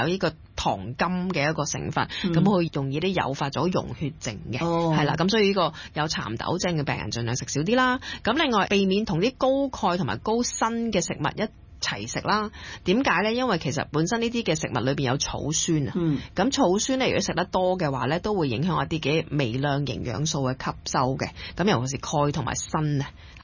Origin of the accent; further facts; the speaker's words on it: China; 咁我哋中國人都有發酵嘅大豆產品嘅喎